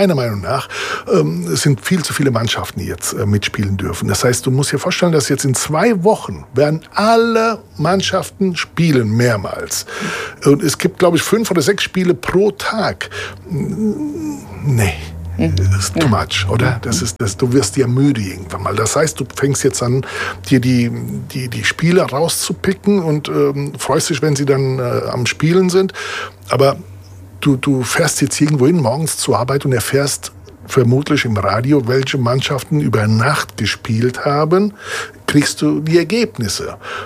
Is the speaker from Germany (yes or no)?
no; Italy; als Italiener